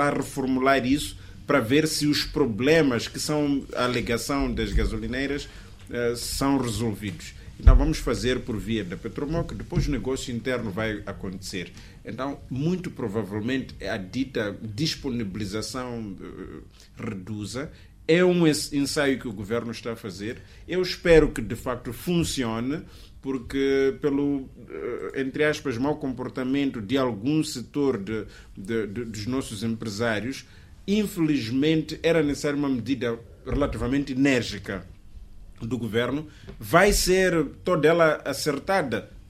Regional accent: Mozambique

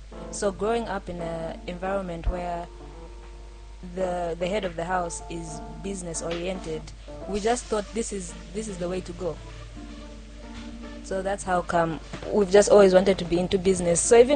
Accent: Lusaka, Lusaka Province, Zambia; So, we're born and raised in Lusaka. Lusaka West, to be specific.

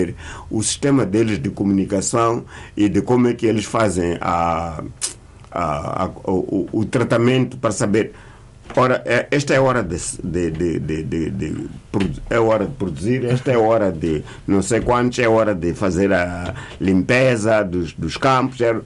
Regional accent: Jangamo, Inhambane, Mozambique; mas ele é um grande agricultor agora em Jangamo, minha terra.

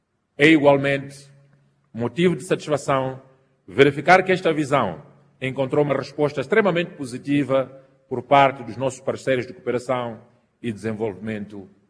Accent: Mozambique

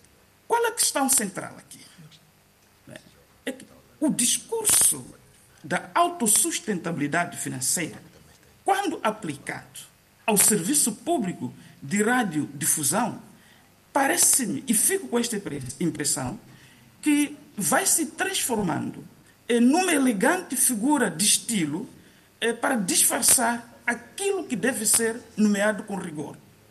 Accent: Namarói, Zambezia, Mozambique; Portuguese is a second language; eu sou de Namarói, Alta Zambésia, para quem conhece o distrito de Zambésia, e tal como muitas crianças da minha época, nós aprendemos a falar o português na escola

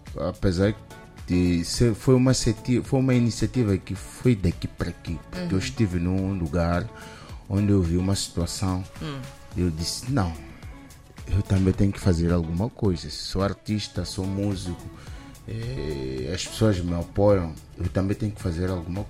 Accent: Mozambique; Eu sou moçambicano, sou original.

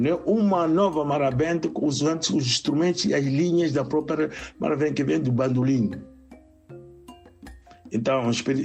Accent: Mozambique; now in Germany; Estamos aqui na Alemanha. A Alemanha é um Estado federado e nós não temos nenhum projeto nenhum como moçambicanos aqui na Alemanha.

